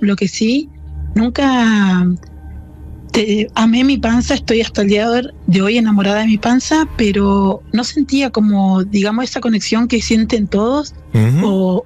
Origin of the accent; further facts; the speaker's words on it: Neuquén, Argentina; yo soy nacida y criada en Neuquén.